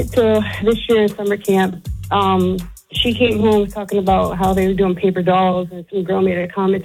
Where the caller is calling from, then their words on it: Reading, Pennsylvania, United States; I'm from Reading, Pennsylvania.